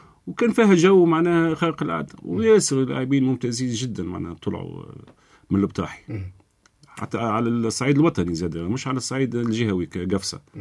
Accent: Gafsa, Gafsa Governorate, Tunisia; والله في حومتي، معناها انا قلت لك جيت في حومه انا زاد كورجيه كل معناها كانت مدرسة حي النور زادة في قفصة،

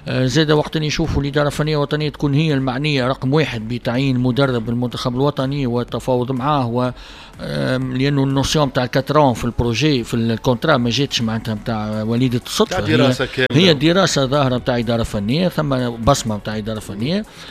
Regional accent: Tunisia

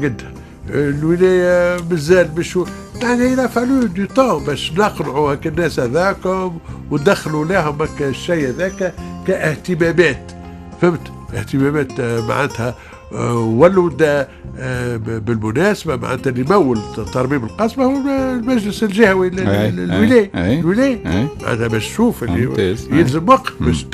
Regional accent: Tunisia

